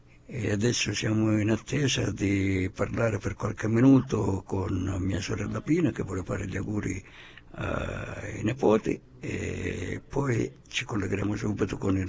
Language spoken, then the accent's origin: Italian; Cosoleto, Calabria, Italy; carissimo amico e sindaco di Cosoleto, il dottore Angelo, il quale, come ho detto, è il sindaco del mio paese.